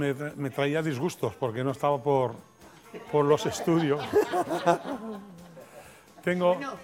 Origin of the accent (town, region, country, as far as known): L'Hospitalet de Llobregat, Catalonia, Spain; born or raised there